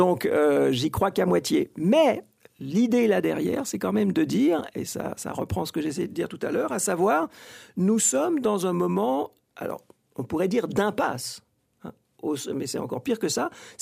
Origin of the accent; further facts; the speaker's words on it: Switzerland; also born or lived in United States; Et comme je disais, je viens de Suisse, j'ai longtemps enseigné aux États-Unis